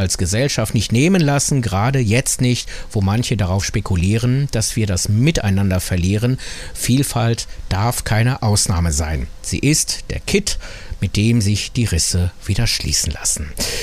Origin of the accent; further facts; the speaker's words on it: Hamburg, Germany; ein Glück, dass ich mit Hamburg eine Stadt, meine Heimat nennen kann, die mein offenes Leben trägt.